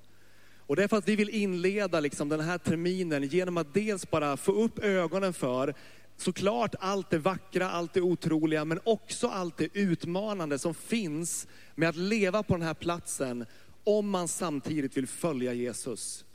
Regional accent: Nordmaling, Västerbotten County, Sweden; moved away as an adult; now in Stockholm, Sweden; Jag växte upp i Nordmaling, ett litet samhälle i norra Norrland. Och som vuxen har jag bott i en småstad. Jag har bott i det man skulle kunna kalla för en mellanstor stad. Och jag har bott i storstadsregion.

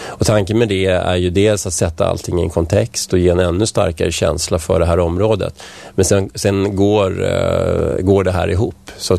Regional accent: Vällingby, Stockholm County, Sweden; also born or lived in Strängnäs; now in Nacka, Sweden

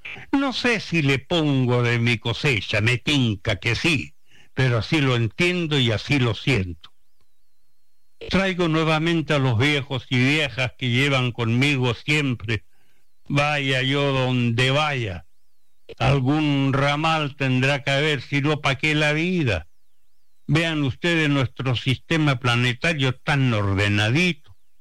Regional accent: Chile; Lo que sucedió en mi país era un grito anunciado.

